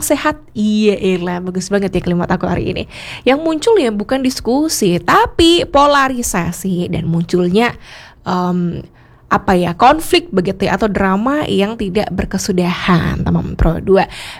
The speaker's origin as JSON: {"language": "Indonesian", "region": "Bali", "country": "Indonesia", "said": "aku pun juga sebagai masyarakat Indonesia, aku orang Bali"}